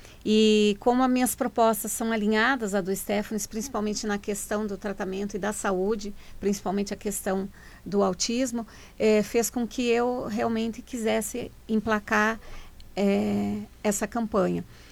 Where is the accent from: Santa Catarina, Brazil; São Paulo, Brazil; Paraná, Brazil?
Paraná, Brazil; Cascavel; eu amo o Paraná, sou de Cascavel